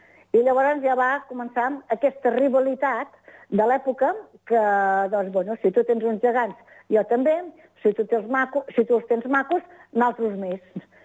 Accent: Montbrió del Camp, Catalonia, Spain; Llavors, jo soc del barri de Vall.

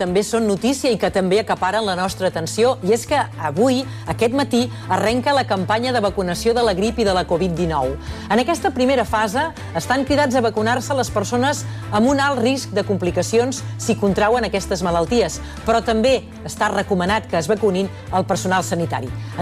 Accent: Catalonia, Spain; jo m'introduïa també com a catalana

